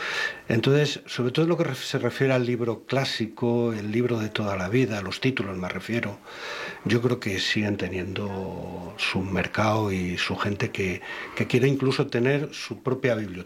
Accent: Béjar, Castile and León, Spain; born there; now in Mogarraz, Spain; Yo nací en Béjar, ya hace unos cuantos años, 60 años.

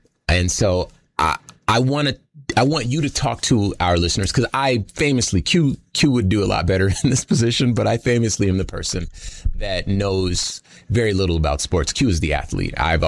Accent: Compton, California, United States; I've lived a life that I'm from Compton.

